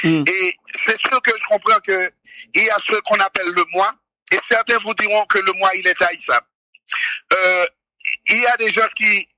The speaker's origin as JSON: {"language": "French", "country": "Haiti", "said": "Ce qui nous fait défaut en 2026, comme peuple, en tant qu'Haïtien, c'est l'unité."}